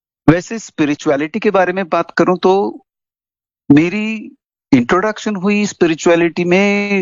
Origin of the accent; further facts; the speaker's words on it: Karnataka, India; मैं कर्नाटका से हूं और बस अपनी 60 साल की जिंदगी में